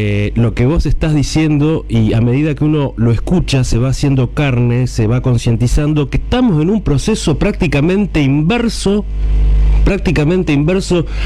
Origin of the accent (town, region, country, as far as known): Argentina